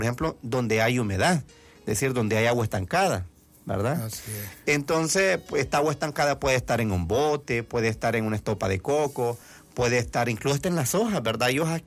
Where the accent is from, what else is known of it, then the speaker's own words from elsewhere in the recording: El Salvador; nosotros somos así, los salvadoreños, que no tenemos la cultura de trabajar la prevención